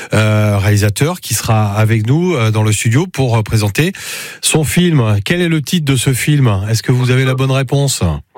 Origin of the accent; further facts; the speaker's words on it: Occitanie, France; mais en tout cas chez nous, dans le Gard